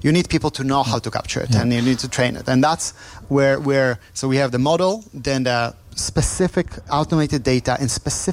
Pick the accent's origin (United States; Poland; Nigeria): Poland; moved away; I'm from Poland originally.